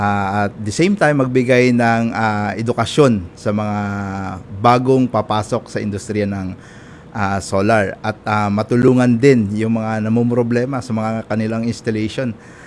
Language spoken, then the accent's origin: Tagalog; Meycauayan, Central Luzon, Philippines; Actually, taga Maykawayan po ako.